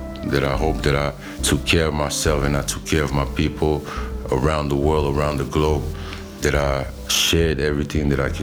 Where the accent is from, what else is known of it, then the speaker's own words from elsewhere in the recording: Belgium; shout-out naar Queen Mathilde, die altijd klaarstaat voor de ongelukken die gebeuren in mijn moederland.